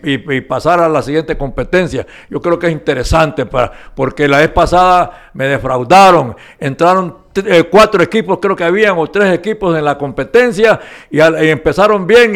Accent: Honduras; yo como hondureño

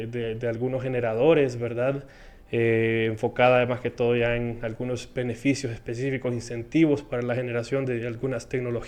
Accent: Honduras

